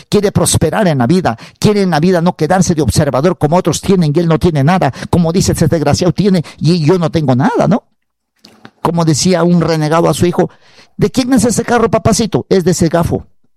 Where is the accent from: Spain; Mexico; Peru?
Peru; Huancabamba, Piura; Huancabamba, mi tierra, Toluce, Sondorillo.